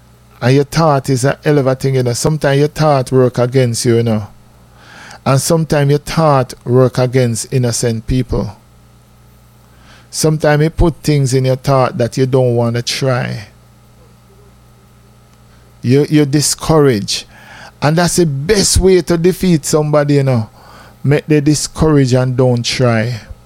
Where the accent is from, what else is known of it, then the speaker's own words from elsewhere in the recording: Jamaica; accent: patois; cause we as Jamaican, you know, when we talk with regular patois